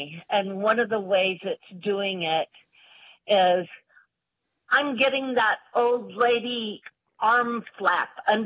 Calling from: Dallas, Texas, United States; I'm calling from Dallas, Texas.

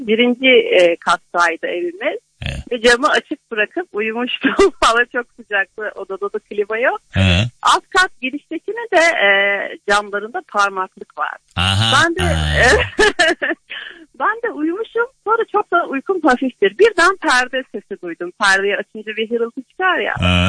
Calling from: Istanbul, Turkey; İstanbul'dan malum.

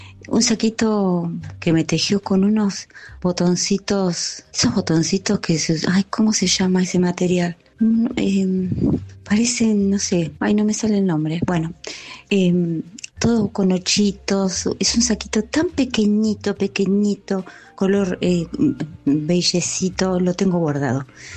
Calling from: Mar del Plata, Buenos Aires Province, Argentina; de Mar del Plata.

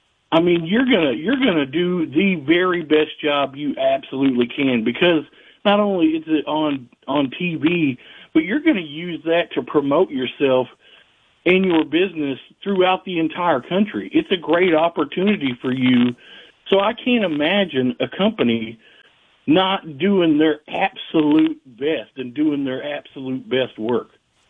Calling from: Oklahoma, United States; because I'm from Oklahoma.

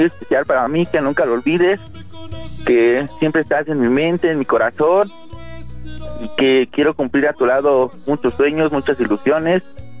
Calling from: San José del Rincón, State of Mexico, Mexico; En el Estado de México, en un municipio que se llama San José del Rincón. Órale, la neta, yo voy para mi tierra

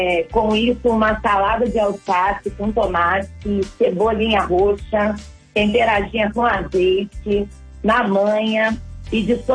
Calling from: Brazil; Moro, no Vilagem Pavuna, bem pertinho do centro.

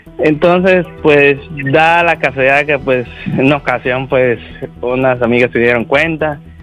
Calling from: Mérida, Yucatán, Mexico; accent: Yucatecan; Tengo 23 años y soy de acá, de la bellísima Blanca Mérida.

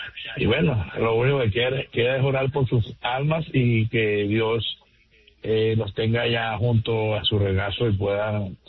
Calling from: Utah, United States; Hola, buenos días, Andreina. ¿Cómo estás?

